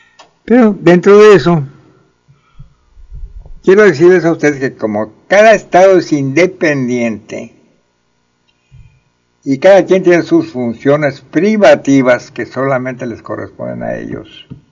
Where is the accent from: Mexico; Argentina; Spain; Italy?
Mexico; Quintana Roo; si me preguntan a mí si eres mexicano, pues claro que soy mexicano.